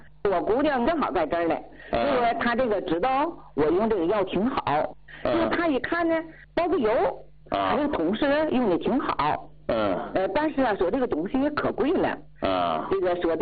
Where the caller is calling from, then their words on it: Tianjin, China; 我家是天津的。